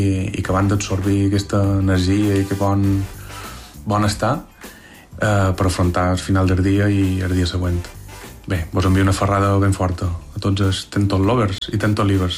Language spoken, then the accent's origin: Catalan; Palma, Balearic Islands, Spain; d'Art de Palma